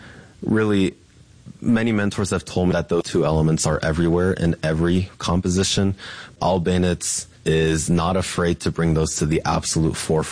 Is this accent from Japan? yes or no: yes; Japan; also born or lived in Memphis; the neighborhoods that I grew up in Japan, and the friends that I had in Memphis